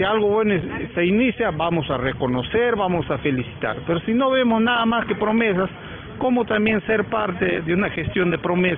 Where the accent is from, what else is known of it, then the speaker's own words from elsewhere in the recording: Huánuco, Peru; como provinciano marañonense que soy